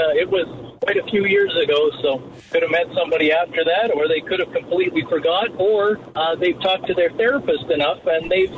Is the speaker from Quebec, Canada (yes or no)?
no; Estevan, Saskatchewan, Canada; I saw my opportunity to come home to Estevan and jump on the station. I could still be in the business, and I could be in my hometown with my friends, with my family.